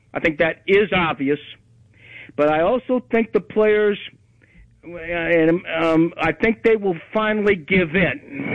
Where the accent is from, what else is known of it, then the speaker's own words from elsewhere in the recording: Southfield, Michigan, United States; I'm from Michigan, Southfield, Michigan, but that's okay.